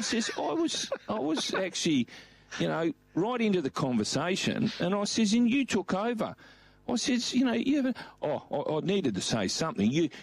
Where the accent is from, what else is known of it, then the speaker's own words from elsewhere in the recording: Australia; born there; I was born here and I'm Australian.